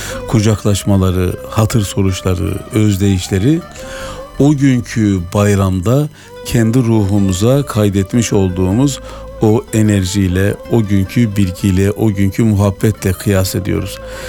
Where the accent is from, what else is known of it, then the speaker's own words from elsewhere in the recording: Sarıkaya, Yozgat, Turkey; moved away; Ben köyde doğup büyüdüm. Kafkas kökenli bir köydü.